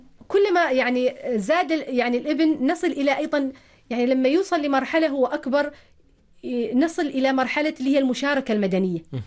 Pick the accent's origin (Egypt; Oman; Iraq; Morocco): Oman; أنا مثلا كعماني كمسلم